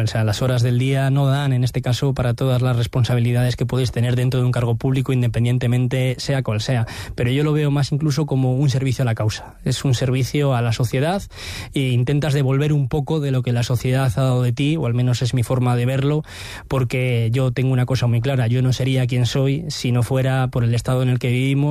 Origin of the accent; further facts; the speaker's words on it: Palencia, Castile and León, Spain; Yo soy de San Juanillo, toda la vida he vivido allí hasta que me fui a estudiar fuera de Palencia a la universidad. Estudié en el Sofía Tartilán, tanto infantil como primaria. Luego estudié la ESO en el Victorio Macho, después bachillerato en la Tejera